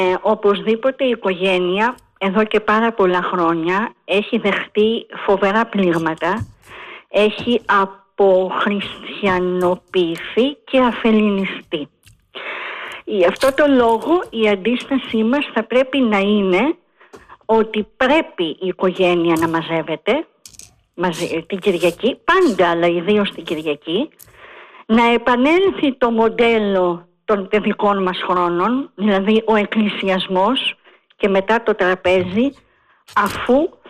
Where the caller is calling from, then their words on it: Athens, Attica, Greece; είμαι από Πλατεία Αμερικής.